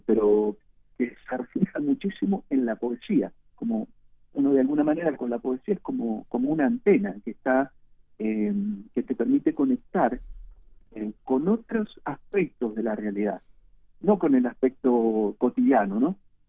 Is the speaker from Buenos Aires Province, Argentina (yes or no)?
yes; Dolores, Buenos Aires Province, Argentina; pero claro, si yo me crié en Dolores.